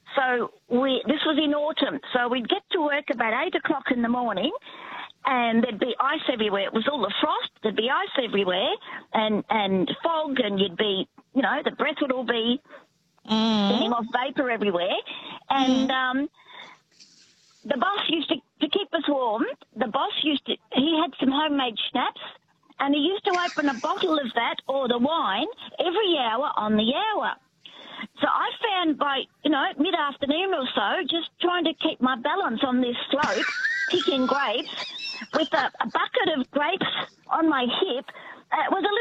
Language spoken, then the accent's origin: English; Ballarat, Victoria, Australia; also born or lived in Indonesia; actually, I grew up in Ballarat, but I grew up with an intolerance of the cold. I've escaped it, and I lived in Indonesia for 5 years, and then when I went home, I went from Bali to Ballarat